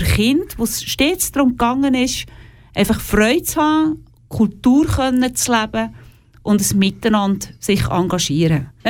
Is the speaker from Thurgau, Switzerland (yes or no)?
no; Sursee, Lucerne, Switzerland; also born or lived in Oberkirch; ich bin zwar in Sursee geboren und auch dort aufgewachsen und nachher in Oberkirch.